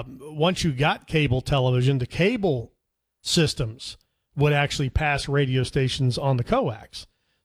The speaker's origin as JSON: {"language": "English", "town": "Parkersburg", "region": "West Virginia", "country": "United States", "tie": "born or raised there", "said": "Like growing up in Parkersburg, it was a treat for us"}